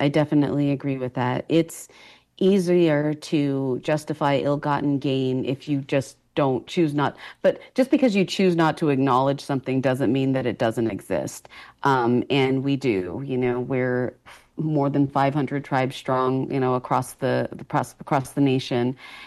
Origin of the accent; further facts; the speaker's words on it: Coachella Valley, California, United States; the city of Palm Springs, down where I'm from, in the Coachella Valley